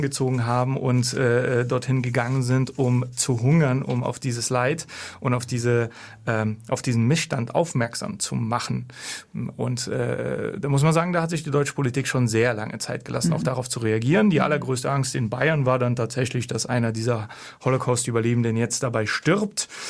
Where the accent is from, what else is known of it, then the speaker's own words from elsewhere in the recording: Bulgaria; moved away; Also ich bin in Bulgarien geboren, in Bulgarien aufgewachsen, ich habe die bulgarische Staatsbürgerschaft. Und man muss mich nicht in die bulgarische Struktur integrieren. Also ich fühle mich bulgarisch